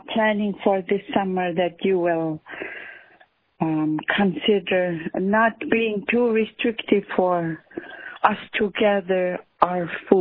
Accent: Kuihilnuk, Alaska, United States; now in Bethel, United States; I am from Kuihilnuk. I am sadly dislocated and now living in Bethel because we don't have our home.

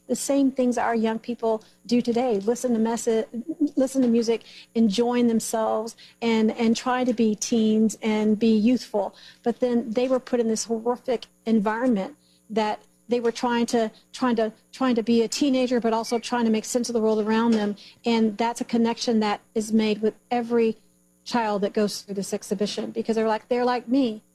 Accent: Houston, Texas, United States; born or raised there

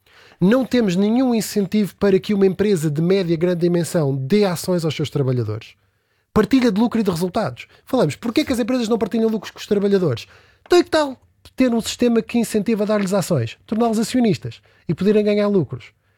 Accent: Canada; Eu cresci no Canadá, fui imigrante, sou filho de um motorista e da senhora da limpeza. Muito daquilo que nós aprendíamos como miúdos no Canadá sobre economia era com a venda da limonada.

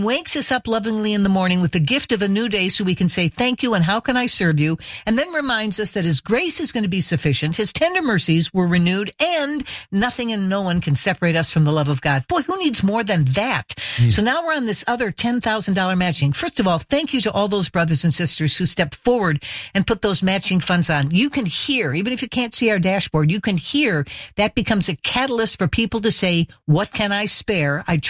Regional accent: Midwest, United States; now in East Coast, United States; when I was raised in the Midwest, that'd be the time you'd go out for a fish fry. They don't do that so much here on the East Coast

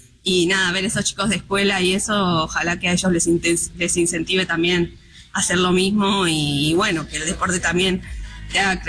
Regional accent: Mar del Plata, Buenos Aires Province, Argentina; Vivirlo acá en mi país, yo soy de Mar del Plata.

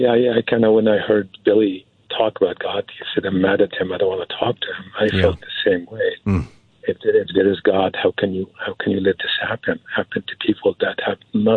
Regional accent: Syria; moved away as an adult; now in United States; I'm a big believer in God, because I'm from Syria. I grew up in Syria, and I came to this country at 18

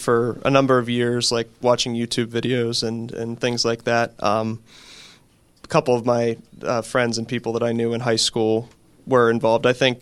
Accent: North Huntingdon, Pennsylvania, United States; now in Dormont, United States; I'm singing baritone today. I'm originally from North Huntingdon, Pennsylvania, and I currently live in Dormont.

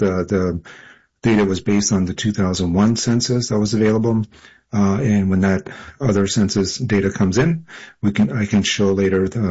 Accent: Ontario, Canada; born there; moved away; also born or lived in North Bay, Ontario; I'm originally from Winnis First Nations, which is a small Cree village up in the Hudson Bay coastline. Polar bears roam where I'm from. And when I left that small reserve into a city in North Bay

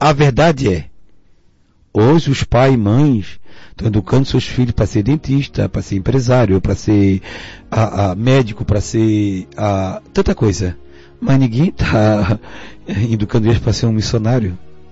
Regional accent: Porto Belo, Santa Catarina, Brazil; somos de Porto Belo, Santa Catarina.

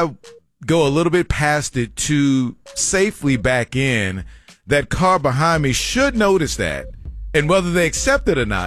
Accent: Louisiana, United States; I'm from Louisiana, and I challenge anyone to a boat launching contest

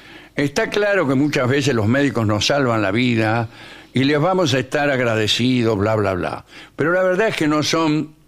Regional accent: Baigorrita, Buenos Aires Province, Argentina; yo soy de Baigorrita.

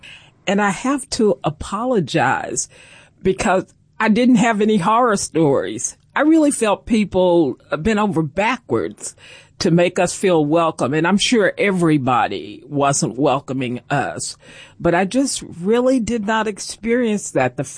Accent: Chattanooga, Tennessee, United States; born there; which I navigate since I was born in Chattanooga.

